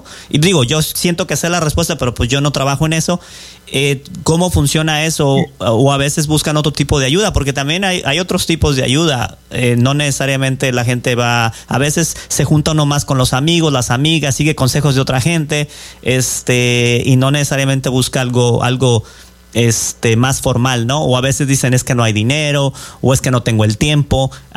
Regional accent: Colima, Mexico; now in Tri-Cities, Washington, United States; yo soy de Colima, México

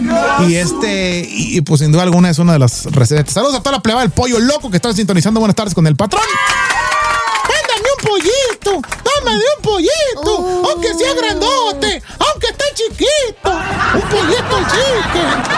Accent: Guasave, Sinaloa, Mexico; born or raised there

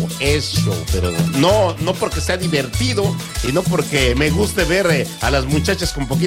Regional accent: Mexico; soy católico apostólico mexicano. Porque si fuera yo romano, tuviese haber tenido que haber nacido allá en Italia. Pero soy católico apostólico mexicano

